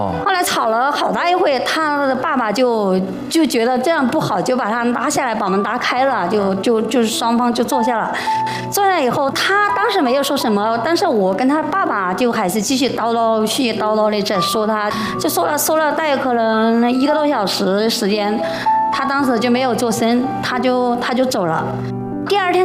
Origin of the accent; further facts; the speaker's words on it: Yichang, Hubei, China; 我们宜昌那边不是有一个烤火的桌子吗